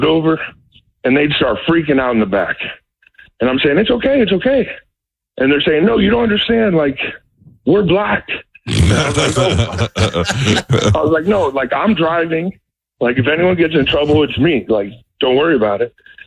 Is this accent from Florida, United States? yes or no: yes; Tampa, Florida, United States; I grew up in Tampa. I played football for one of the big schools over here.